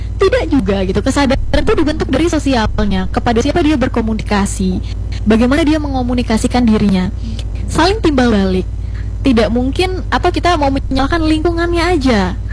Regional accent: Central Kalimantan, Indonesia

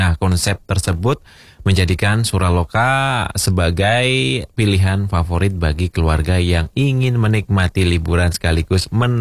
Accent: Yogyakarta, Special Region of Yogyakarta, Indonesia; kita sudah sebagai orang Jogja

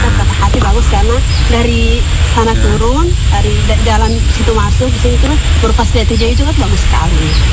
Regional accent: Alor, East Nusa Tenggara, Indonesia; Dari Alor, tinggalnya di Selamat Jalan.

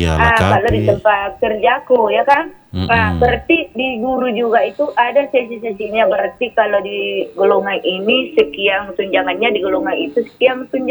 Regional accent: Soppeng, South Sulawesi, Indonesia; di daerahku ini kan ada gunung

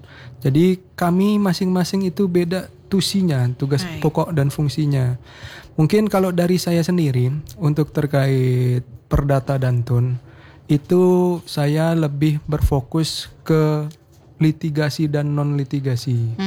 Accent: Bekasi, West Java, Indonesia; now in Siak, Indonesia; Dengan situasi kondisi seperti itu berbanding terbalik dengan selama saya hidup tumbuh besar di Bekasi, Jakarta ya kan.

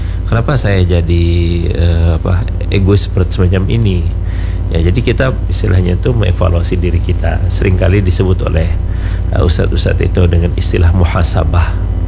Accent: South Kalimantan, Indonesia; Nah, tapi kita sangat menyayangkan budaya kita orang Banjar karena bisa mengekspresikan cinta.

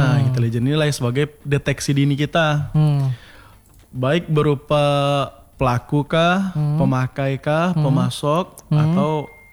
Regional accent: West Sumatra, Indonesia; Saya dari Sumatera Barat.

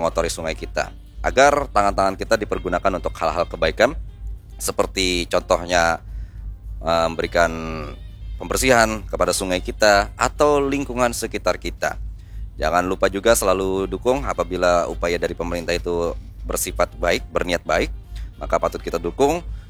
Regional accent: Banjarmasin, South Kalimantan, Indonesia; kita warga Kota Banjarmasin

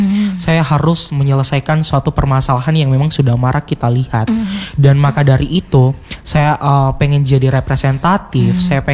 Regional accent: Gowa, South Sulawesi, Indonesia; Kalau saya sendiri Kak, saya dari Kecamatan Bajeng Kabupaten Goa

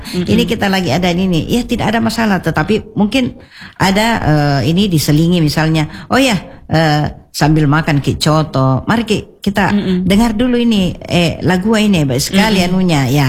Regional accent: South Sulawesi, Indonesia; accent: Makassar; Saya kan sudah berdialek Makassar.

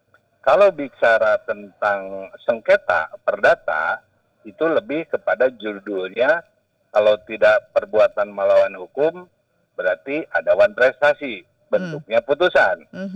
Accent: West Java, Indonesia; kabupaten kota kita ini, Jawa Barat tercinta ini

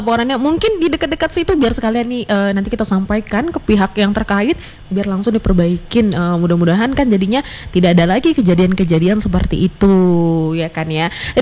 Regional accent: Medan, North Sumatra, Indonesia; namanya kita orang Medan

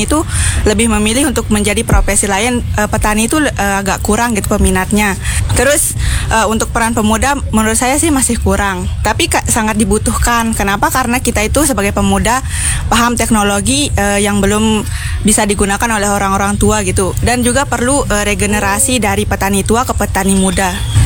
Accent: Gunung Sari, West Nusa Tenggara, Indonesia; saya dari Gunung Sari, Lombok Barat.

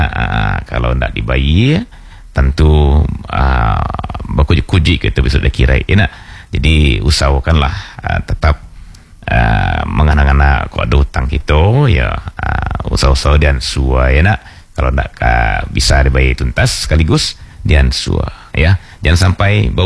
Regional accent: West Sumatra, Indonesia; nenek moyang kita orang Minangkabau

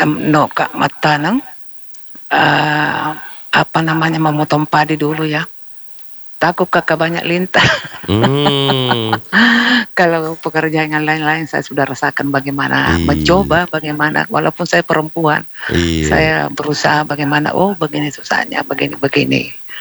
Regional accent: Makassar, South Sulawesi, Indonesia; saya anak Makassar atau lahir di Makassar, tapi saya lebih suka di daerah begitu

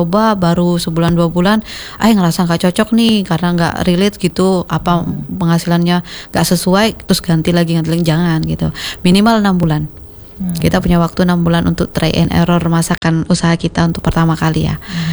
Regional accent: Java, Indonesia; Waduh, saya ini orang Jawa gitu ya.

